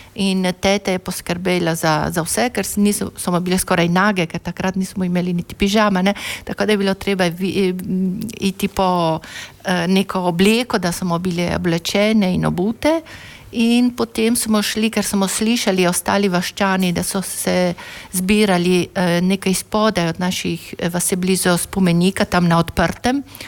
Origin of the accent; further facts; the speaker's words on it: Resia, Friuli-Venezia Giulia, Italy; 11 let sem bila stara takrat, torej jaz sem iz Solbice